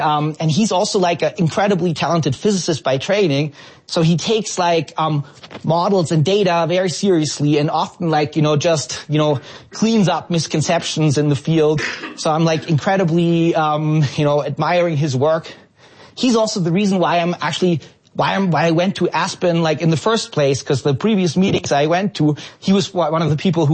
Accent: Germany; And, I'm from Germany.

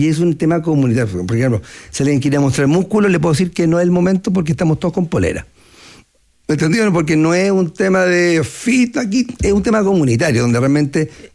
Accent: Temuco, Araucanía, Chile; born there; Yo nací en Temuco.

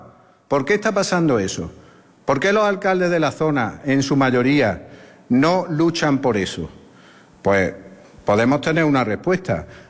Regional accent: Hornachuelos, Andalusia, Spain; mi pueblo, en Hornachuelos

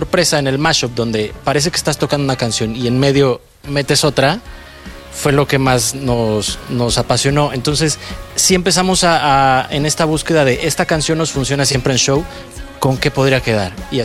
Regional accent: Querétaro, Mexico; soy de Querétaro, okay.

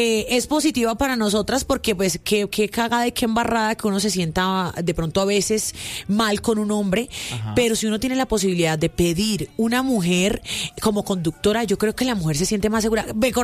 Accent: Colombia; es que como todo colombiano y como aquí hay tanta vaina, uno, uh-huh, como dicen por ahí, echa la ley, echa la trampa.

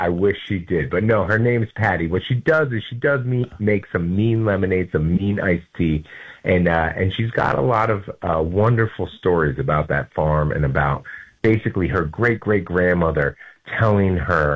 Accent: Boston, Massachusetts, United States; So I was raised in the Catholic Worker, which is a great organization, still works to this day. And I was raised in inner city Boston.

